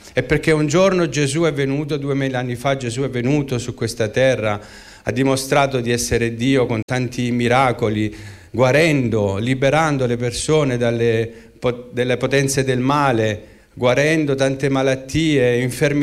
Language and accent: Italian; Naples, Campania, Italy; now in Reggio Emilia, Italy; Io non sono di Monte San Giacomo, sono napoletano, anche se vivo a Reggio Emilia.